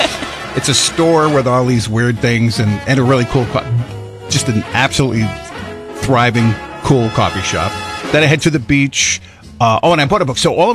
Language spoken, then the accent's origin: English; Coventry, Rhode Island, United States; I grew up in Coventry, West Warwick